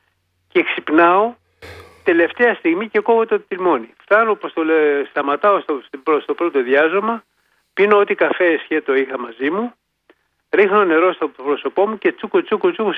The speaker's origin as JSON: {"language": "Greek", "region": "Peloponnese", "country": "Greece", "said": "που ήταν από το χωριό μου, ναι, από τη Μάνη"}